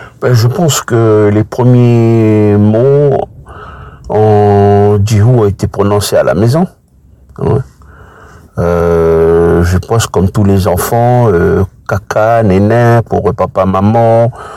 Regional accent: Lifou, Loyalty Islands Province, New Caledonia; also born or lived in Nouméa / Ouvéa; Dans mon enfance, je suis né à Nouméa. Ensuite, j'ai vécu à Ouvéa, puis Lifou. On va dire que dans mon enfance, j'ai grandi à Lifou.

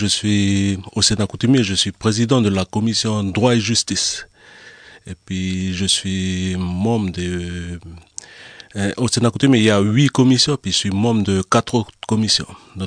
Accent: Hienghène, North Province, New Caledonia; je suis originaire de Waré, à Yengen.

